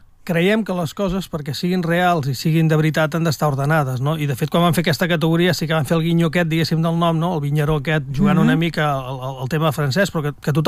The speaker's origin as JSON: {"language": "Catalan", "region": "Catalonia", "country": "Spain", "said": "Som catalans, ja hem de començar com toca."}